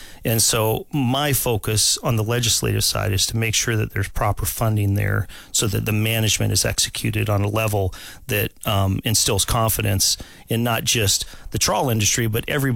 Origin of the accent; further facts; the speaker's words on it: Homer, Alaska, United States; also born or lived in Anchorage, Alaska; I was born and raised Alaskan. I was born in Anchorage after the 1964 earthquake. We moved down to Homer in 1974. And so I've been down there ever since.